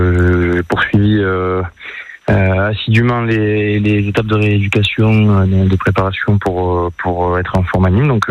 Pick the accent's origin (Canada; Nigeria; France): France; Nîmes, Occitanie; profiter de cette fin de saison chez moi à Nîmes.